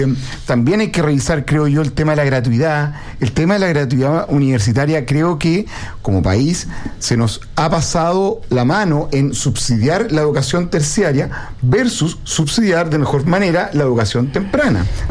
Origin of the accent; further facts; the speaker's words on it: Chile; como chilenos estamos mal invirtiendo